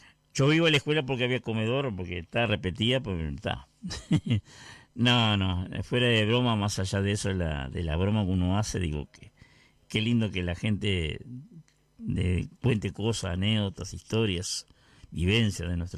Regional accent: Vergara, Treinta y Tres, Uruguay; Un saludo para toda la gente de mi pueblo, para la gente de Vergara

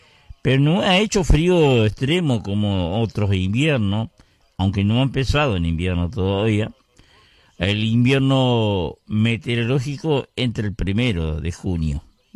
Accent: Vergara, Treinta y Tres, Uruguay; born there; ¿cómo están pasando la gente de mi pueblo, de Vergara

